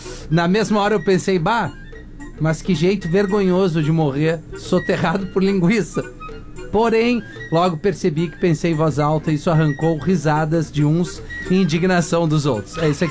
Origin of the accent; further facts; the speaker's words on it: Orleans, Santa Catarina, Brazil; sou de Orleans, Santa Catarina.